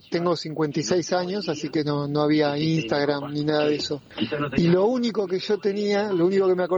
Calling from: Banfield, Buenos Aires Province, Argentina; de Banfield.

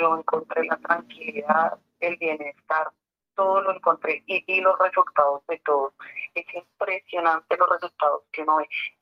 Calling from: Bogotá, Colombia; Profesor, de acá en Bogotá, el barrio Santa Lucía.

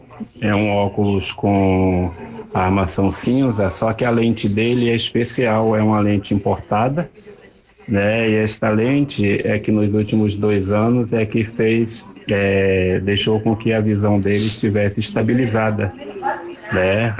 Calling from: Nilópolis, Rio de Janeiro, Brazil; eu sou de Nilópolis.

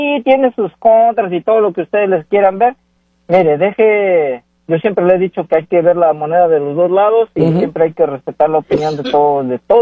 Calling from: Mexico; Somos mexicanos

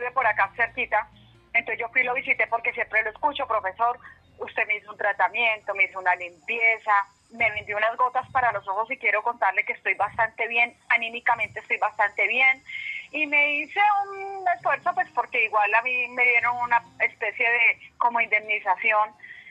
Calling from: Guasca, Cundinamarca, Colombia; yo estoy aquí en el 7 de agosto, que vive una hermana mía, porque yo vivo en Huasca

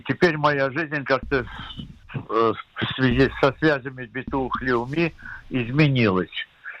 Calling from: Ramla, Central District, Israel; Я из Рамли. Мне 87 полных лет исполнилось вчера.

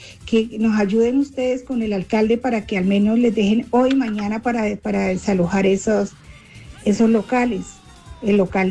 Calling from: Neiva, Huila, Colombia; vivo en la ciudad de Neiva

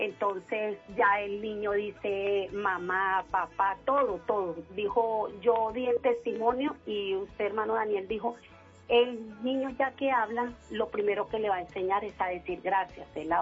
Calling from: Girardot, Cundinamarca, Colombia; En Girardot, Cundinamarca.

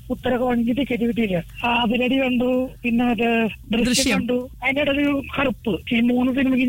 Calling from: Qatar

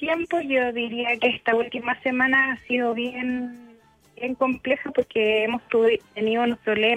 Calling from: Pudahuel, Santiago Metropolitan Region, Chile; Bueno, yo lo estoy llamando de Pudahuel.

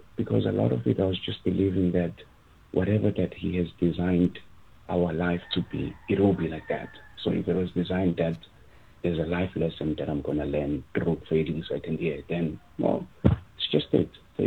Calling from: South Africa; I guess it's proper in South Africa.

